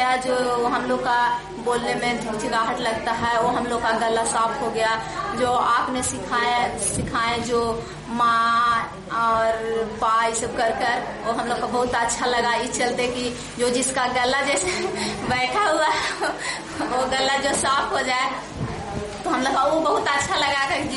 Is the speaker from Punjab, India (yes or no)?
no; Deo, Bihar, India; मैं देव की रहने वाली हूँ